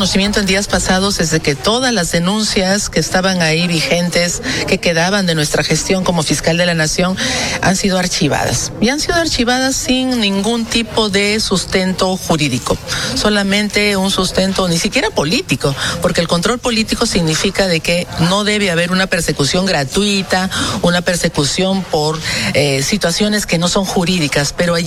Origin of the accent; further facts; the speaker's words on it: Peru; soy peruana.